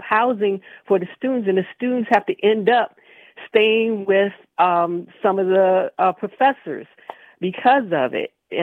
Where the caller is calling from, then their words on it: Baltimore, Maryland, United States; in Baltimore.